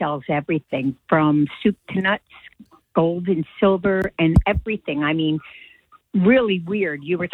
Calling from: Lahaska, Pennsylvania, United States; I'm from Dina's Dynasty in the Village People Antiques. And we're up in Lahaska near Doylestown, PA and Peddler's Village.

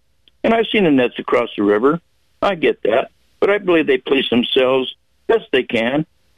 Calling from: Whatcom County, Washington, United States

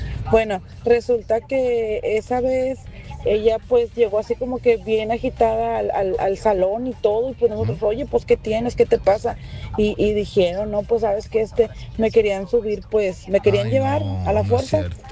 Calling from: Reynosa, Tamaulipas, Mexico; Menciono que yo soy de Reynosa. Cuando iba en esa etapa, iba en el TEC, aquí en Reynosa, en la universidad.

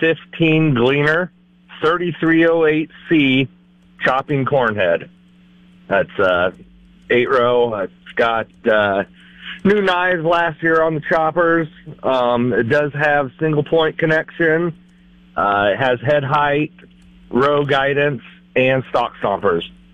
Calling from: Payton, Iowa, United States; from Payton, Iowa.

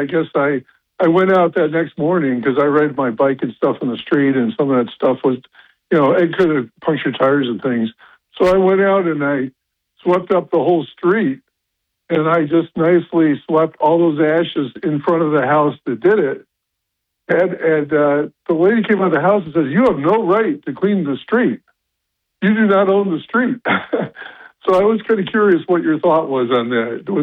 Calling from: Endicott, New York, United States; from Endicott.

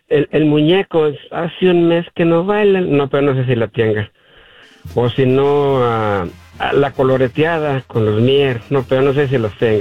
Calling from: Austin, Texas, United States; De aquí le hablo de Austin, Texas.

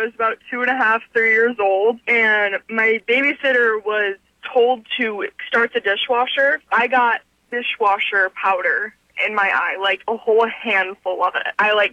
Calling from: Gaylord, Michigan, United States; I'm from Gaylord.

